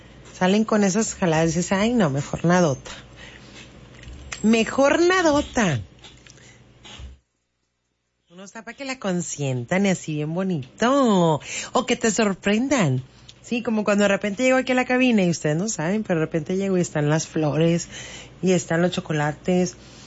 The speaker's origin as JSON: {"language": "Spanish", "town": "Piedras Negras", "region": "Coahuila", "country": "Mexico", "said": "está más bonito mi Piedras Negras"}